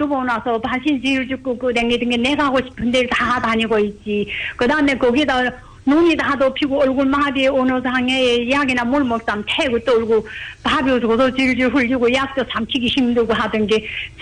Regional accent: Jilin, China; 우리 연변에는 정말 선생님 그래서 내가 이렇게 좋으니까 우리 고향 동창 친구가

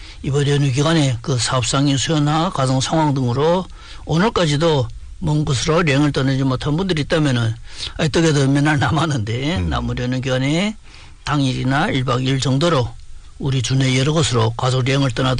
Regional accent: Longjing, Jilin, China; 저는 고향이 용정인데 제가 태어나서부터 대학 입학생까지 줄고 살았던 집이 그 20여 년 전에 도로건설 용지에 포함돼서 그 증용되면서 그때 그 바로 부모님들 연길로 이사를 오게 됐습니다.

